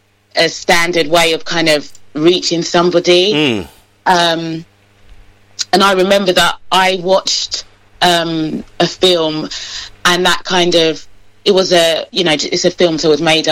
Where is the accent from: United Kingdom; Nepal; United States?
United Kingdom; Croydon, London; I come from Croydon